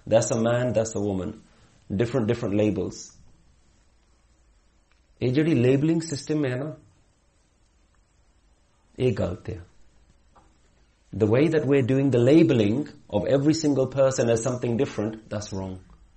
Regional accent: London, United Kingdom; I come from London, so it takes a very long time for me to just see the coast.

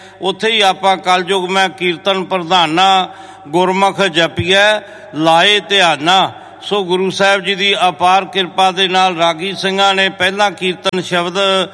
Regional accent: Punjab, India; ਜਿੱਥੇ ਪੰਜਾਬ ਦੇ ਵਿੱਚ, ਆਪਾਂ ਮੈਂ ਪੰਜਾਬ ਦੇ ਵਿੱਚੋਂ ਹੀ ਆਇਆ

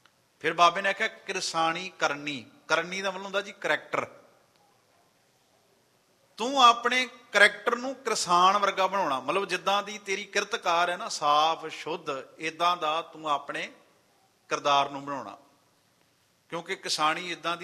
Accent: Patti, Punjab, India; ਮੈਂ ਖੁਦ ਪੱਟੀ ਦਾ ਰਹਿਣ ਵਾਲਾ।

